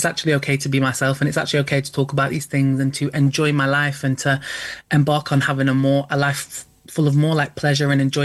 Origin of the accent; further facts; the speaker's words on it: United Kingdom; I think as British people in general